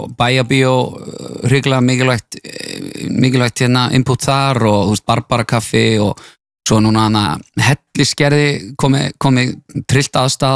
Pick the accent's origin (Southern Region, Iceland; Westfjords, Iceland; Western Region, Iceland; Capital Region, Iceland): Capital Region, Iceland; Hafnarfjörður; ég elska að vera í Hafnarfjörði og það er þetta sama sko, veist, kannski þess vegna elska ég Akureyri svona mikið og minni mig bara á heimabæði minn